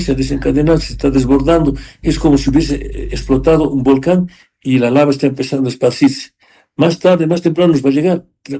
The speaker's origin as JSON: {"language": "Spanish", "country": "Bolivia"}